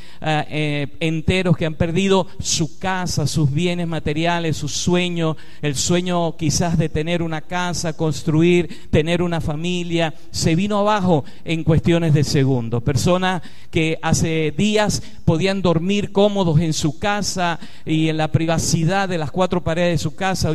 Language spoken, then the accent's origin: Spanish; Venezuela; aquellos que somos de Venezuela